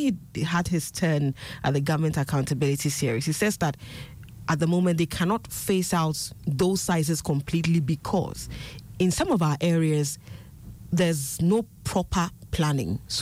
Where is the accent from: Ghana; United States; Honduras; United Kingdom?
Ghana; Accra, Greater Accra; Growing up in Dansoman, Stanley Owusu was the one collecting our waste.